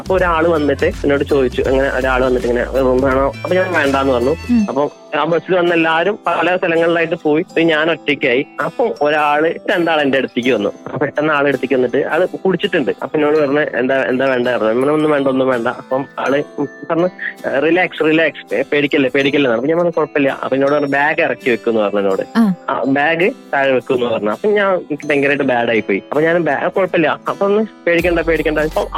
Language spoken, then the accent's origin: Malayalam; Nilambur, Kerala, India; നിലമ്പൂരാണ് സ്ഥലം, മലപ്പുറമാണ്